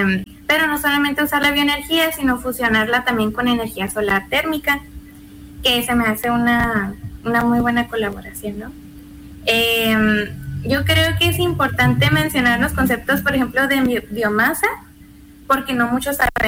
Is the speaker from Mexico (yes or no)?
yes; Ciudad Juárez, Chihuahua, Mexico; moved away as an adult; now in Hermosillo, Mexico; yo soy de Ciudad Juárez